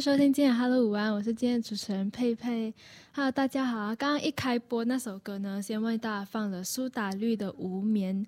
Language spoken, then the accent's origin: Chinese; Malaysia; moved away as an adult; now in Taiwan; 因为我是马来西亚人嘛